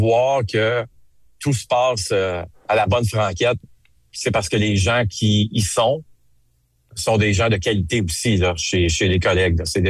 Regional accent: Quebec, Canada; moved away as an adult; l'Outaouais, c'est ma région natale.

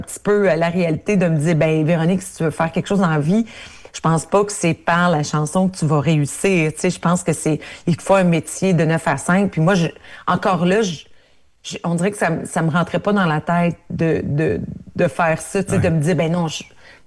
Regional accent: Ontario, Canada; Moi, je viens de l'Ontario, ou je viens de l'Ontario francophone, encore pire

